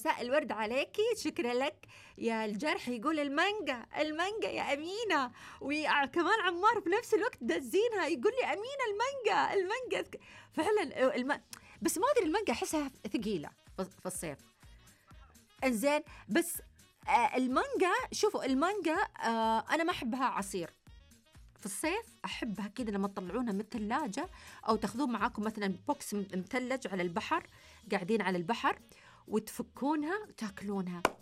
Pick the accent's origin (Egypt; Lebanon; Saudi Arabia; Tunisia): Saudi Arabia; إحنا عندنا في المملكة العربية السعودية